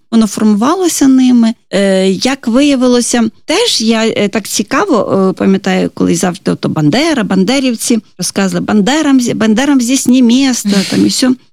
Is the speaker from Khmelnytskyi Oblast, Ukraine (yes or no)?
no; Lviv, Lviv Oblast, Ukraine; Львів. Львівщина.